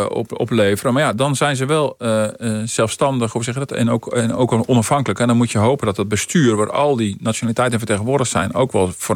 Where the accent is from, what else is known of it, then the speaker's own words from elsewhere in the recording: Netherlands; Dat wij als Nederlanders ook vertrouwen blijven houden in die centrale bank